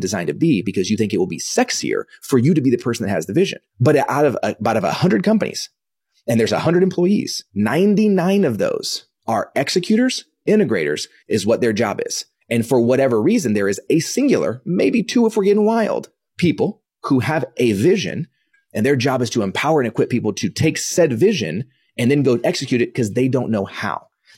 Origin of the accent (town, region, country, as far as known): Dallas, Texas, United States; born or raised there; also born or lived in Kansas